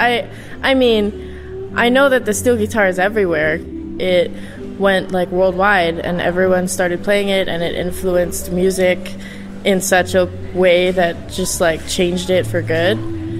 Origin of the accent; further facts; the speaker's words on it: Kalihi, Hawaii, United States; I'm from Kalihi on the island of Oahu, and I'm 22 years old.